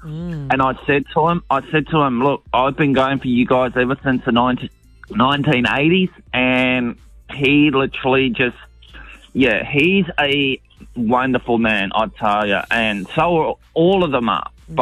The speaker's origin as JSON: {"language": "English", "town": "Melbourne", "region": "Victoria", "country": "Australia", "tie": "born or raised there", "also_born_or_lived": "Brisbane", "said": "Yeah, I'm a Melbourne boy, but I was born in Brisbane."}